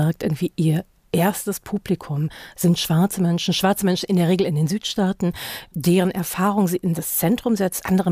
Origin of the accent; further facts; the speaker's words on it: Germany; Also ich bin eine Person of Color, aber ich bin nicht schwarz. Ich bin Deutsche